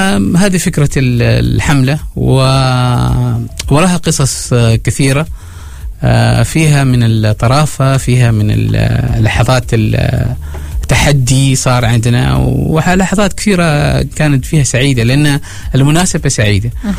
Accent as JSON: {"language": "Arabic", "country": "Oman", "said": "احنا عادة يعني كلنا كعمانيين، القائمة في ظفار تشمل إيتين ومغسيل، سوق الحافة"}